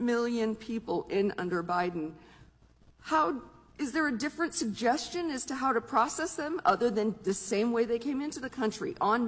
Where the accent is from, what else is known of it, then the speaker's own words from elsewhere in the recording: Phoenix, Arizona, United States; born there; I was born in Phoenix, Arizona, and so were all four of my children.